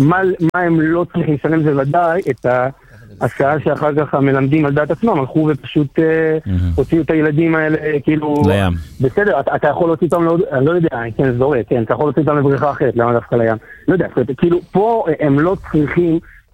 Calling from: Modi'in Illit, Judea and Samaria Area, Israel; מודיעין עילית.

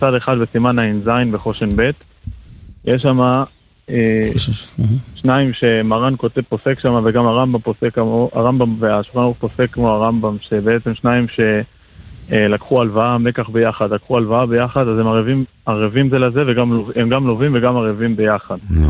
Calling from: Tel Aviv, Tel Aviv District, Israel; אני מתל אביב.

